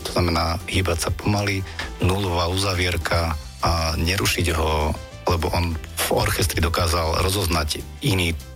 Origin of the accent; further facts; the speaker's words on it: Humenné, Prešov Region, Slovakia; Pred tými 22 rokmi som začínal v humenskom klube, kde odkiaľ pochádzam